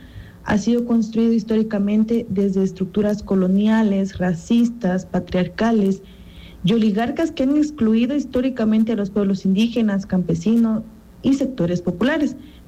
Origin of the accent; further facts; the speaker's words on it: Guatemala; nuestro país, de Guatemala